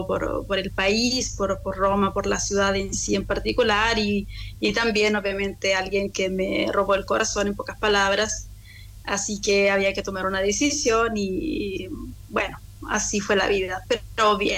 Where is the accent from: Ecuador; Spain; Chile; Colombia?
Chile; Coyhaique, Aysén; moved away as an adult; now in Rome, Italy; Yo nací en Coyhaique en 1988. Bueno, toda mi infancia y mi adolescencia, primeros años de la juventud, los pasé allá. Después comencé a ir a otras ciudades para estudiar